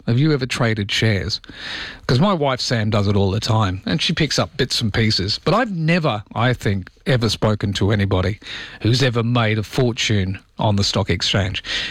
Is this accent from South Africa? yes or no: yes; South Africa; moved away; When I grew up in South Africa